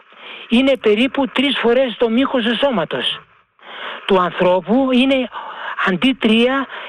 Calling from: Glyfada, Attica, Greece; από την Γλυφάδα.

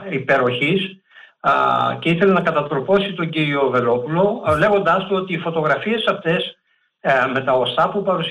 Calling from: Piraeus, Attica, Greece; από Πειραιά.

